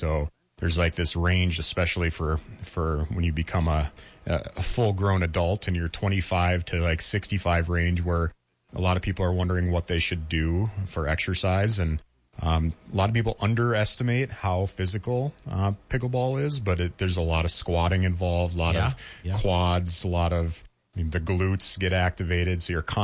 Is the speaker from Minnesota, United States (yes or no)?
yes; Minneapolis, Minnesota, United States; And I grew up in the Twin Cities and I moved north to live up here because a minute in the car is a mile down the road.